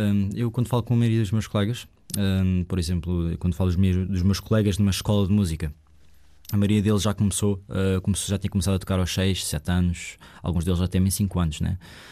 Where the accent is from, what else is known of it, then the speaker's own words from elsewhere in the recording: Caldas da Rainha, Centro, Portugal; sou natural das Caldas da Rainha, tenho 27 anos